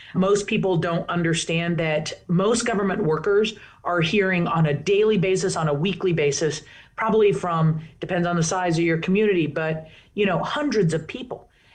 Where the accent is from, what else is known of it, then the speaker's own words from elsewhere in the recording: Washington, District of Columbia, United States; my community, my hometown.